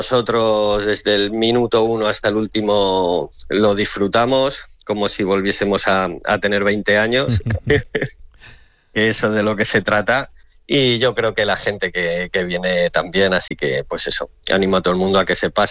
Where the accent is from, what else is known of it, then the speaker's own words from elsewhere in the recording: Madrid, Community of Madrid, Spain; now in Ávila, Spain; que soy el bajista, y soy de Madrid y estoy ahora viviendo en un pueblecito de Ávila.